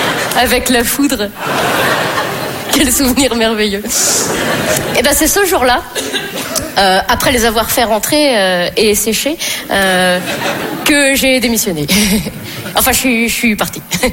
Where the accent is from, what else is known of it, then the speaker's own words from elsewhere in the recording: France; moi je suis française